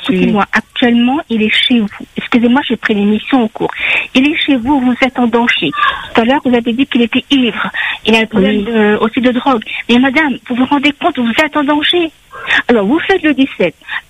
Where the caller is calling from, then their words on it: France; moi je vis en France, c'est loin, je reconnais